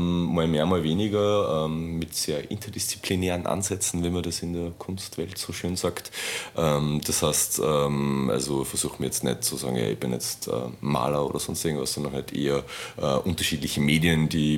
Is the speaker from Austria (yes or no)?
yes; Linz, Upper Austria, Austria; born or raised there; also born or lived in Istanbul